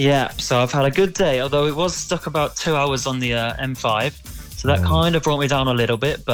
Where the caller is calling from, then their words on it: Birmingham, West Midlands, United Kingdom; I am calling from Birmingham.